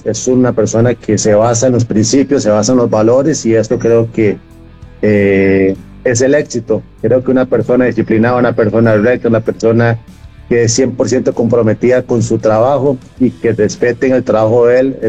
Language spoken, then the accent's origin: Spanish; Costa Rica; Y bueno, ahora como costarricense, como aficionado, yo le deseo lo mejor a él.